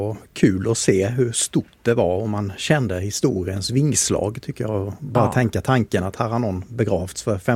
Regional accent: Sweden; Nej, jag är ju från Blekingegränsen visserligen

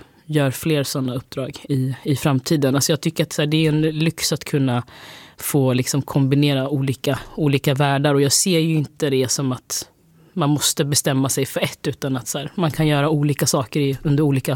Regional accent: Linköping, Östergötland, Sweden; Jag är ju från Linköping

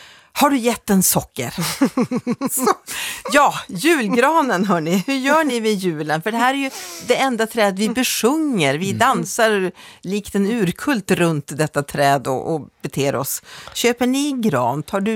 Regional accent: Norrbotten County, Sweden; now in Stockholm, Sweden; Och sen när jag flyttade ner till Stockholm från Norrbotten, då insåg han hur mycket en gran kostade att köpa till jul här i Stockholms innerstad.

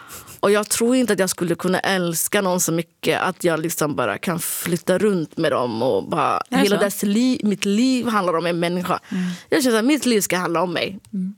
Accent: Sweden; accent: Standard Swedish; jag tycker att jag pratar rikssvenska liksom.

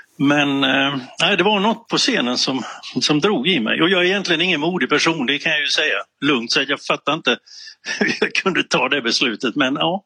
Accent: Älmhult, Kronoberg County, Sweden; jag växte upp i Älmhult och det finns ju ett stort möbelföretag vid namn IKEA.

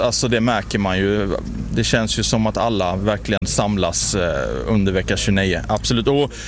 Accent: Karlshamn, Blekinge, Sweden; jag kan nog bre på lite dialekt om du vill. Och att folk hör att jag kommer från Karlshamn, det tror jag.

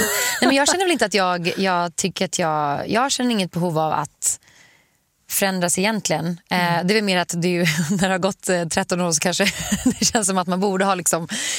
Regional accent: Sweden; now in Los Angeles, United States

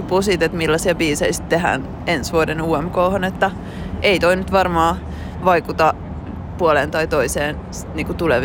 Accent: Helsinki, Uusimaa, Finland; 31, Helsingistä.

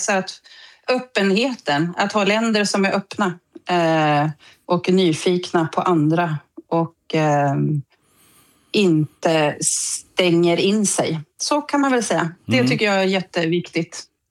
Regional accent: Sweden; now in New Zealand; som svensk medborgare så tycker jag att det är min plikt, men framförallt en förmån att få rösta fortfarande i Sverige.

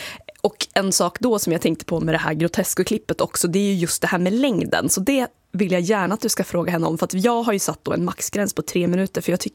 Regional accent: Jämtland County, Sweden; Men jag kommer ju från Jämtland

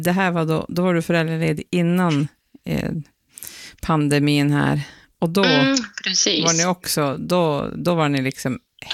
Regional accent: Piteå, Norrbotten County, Sweden; accent: pitemål (Pite dialect); first language Pite dialect (pitemål); Det där är ju mitt modersmål, så att du skulle kunna prata hur mycket pitemål som helst med mig.

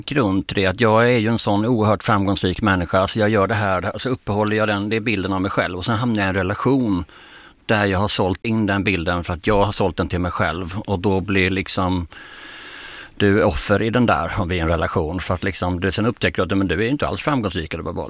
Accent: Skåne, Sweden; Jag tänker, du är värmlänning och jag är skåning.

